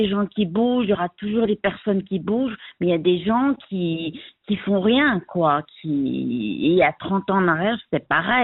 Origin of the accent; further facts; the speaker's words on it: Geneva, Switzerland; Alors, moi, je suis genevoise, donc je suis revenue dans mes terres